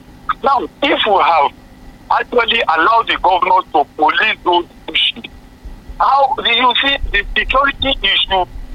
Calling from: Nigeria; for us as a Nigerian.

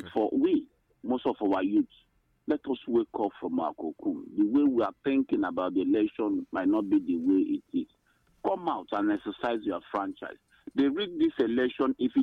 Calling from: Nigeria; I'm calling from Okwabinimbo.

